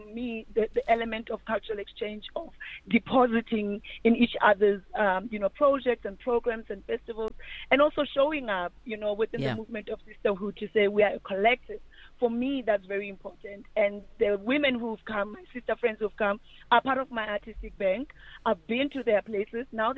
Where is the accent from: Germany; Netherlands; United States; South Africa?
South Africa; Qwaqwa, Free State; also born or lived in Soweto; You know, I was born in Soweto, but I grew up in Qwaqwa.